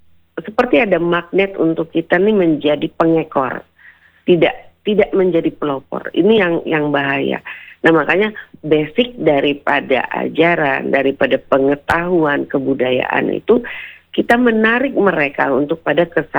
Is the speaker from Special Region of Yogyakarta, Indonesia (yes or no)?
no; West Java, Indonesia; jati diri kita sebagai Sunda, sebagai Indonesia